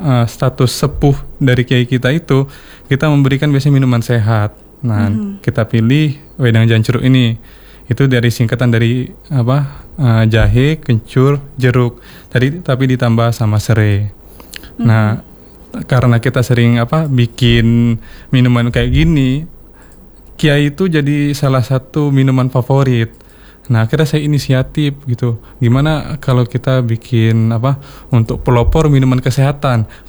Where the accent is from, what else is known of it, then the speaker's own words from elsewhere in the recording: Palembang, South Sumatra, Indonesia; moved away; also born or lived in Java; Meskipun saya sendiri aslinya orang Palembang asli.